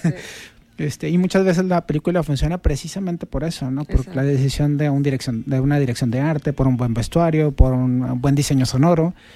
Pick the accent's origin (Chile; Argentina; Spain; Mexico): Mexico